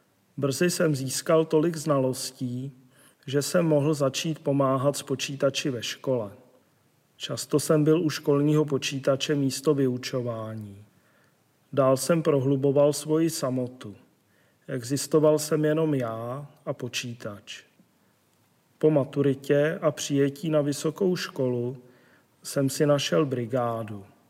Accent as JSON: {"language": "Czech", "region": "Prague", "country": "Czechia", "tie": "born or raised there", "said": "Je mi 49 let a celý život bydlím v Praze."}